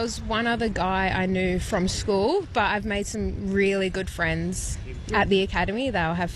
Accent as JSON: {"language": "English", "town": "Wellington", "region": "New South Wales", "country": "Australia", "tie": "born or raised there", "said": "I grew up in Wellington"}